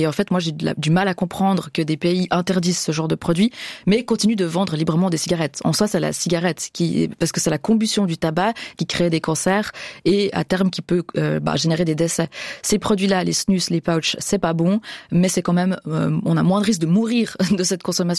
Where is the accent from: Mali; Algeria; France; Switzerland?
Switzerland; y a des taux de fumeurs qui sont beaucoup plus bas que chez nous en Suisse.